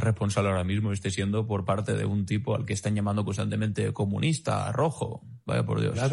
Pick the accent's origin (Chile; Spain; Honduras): Spain